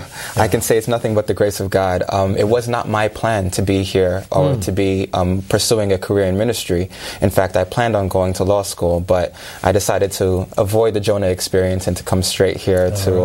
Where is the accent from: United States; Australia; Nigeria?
United States; Queens, New York; Well, I'm originally from Queens, New York, New York City